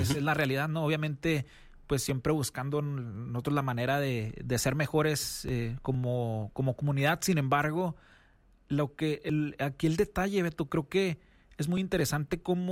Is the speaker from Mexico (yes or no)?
yes; Mexico; nosotros aquí como mexicanos, y ahora sí me incluyo, nos incluimos todos como mexicanos